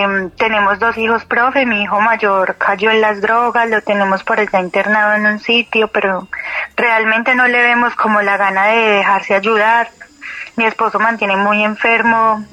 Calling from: Itagüí, Antioquia, Colombia; de Itagüí, Antioquia.

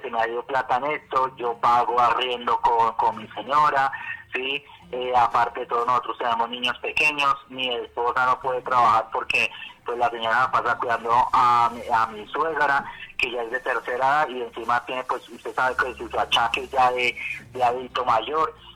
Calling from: Santa Rosa de Osos, Antioquia, Colombia; De aquí, de Santa Rosa de Osos.

